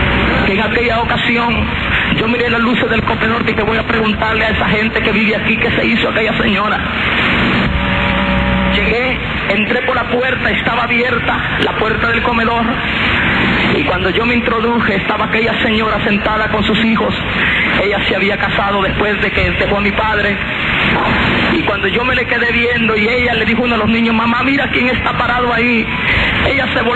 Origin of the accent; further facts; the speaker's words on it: Guatemala; moved away; Regresé a Guatemala, dije, voy a morir a mi tierra. Regresé un 31 de diciembre a Guatemala.